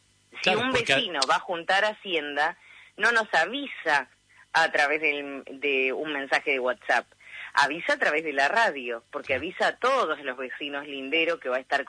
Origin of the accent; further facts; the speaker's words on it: Trelew, Chubut, Argentina; born there; Trelew, Chubut, nací yo.